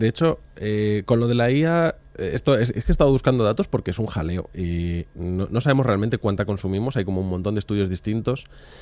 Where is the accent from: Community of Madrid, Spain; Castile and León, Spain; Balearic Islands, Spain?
Community of Madrid, Spain; Madrid